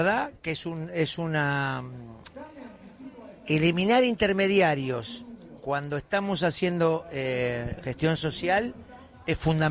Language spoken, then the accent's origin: Spanish; El Palomar, Buenos Aires Province, Argentina; moved away; Yo soy de Palomar de toda mi vida